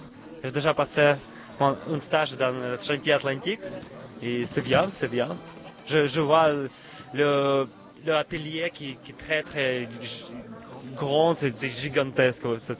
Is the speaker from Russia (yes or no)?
yes; Siberia, Russia; French is a second language; moved away as an adult; now in Saint-Nazaire, France; Je viens de Sibérie, grande partie de Russie.